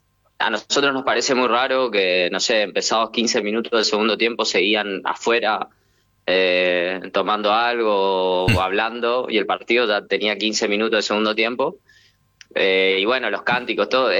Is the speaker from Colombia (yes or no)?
no; Argentina; now in Madrid, Spain; somos todos argentinos